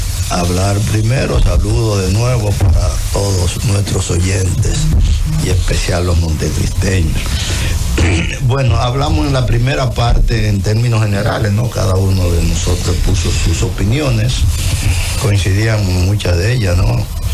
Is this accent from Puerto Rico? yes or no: no; Dominican Republic